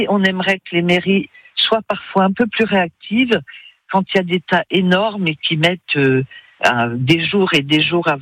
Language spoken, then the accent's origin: French; Nouvelle-Aquitaine, France; now in Angers, France; je suis d'Angers, originaire quand même des Deux-Sèvres.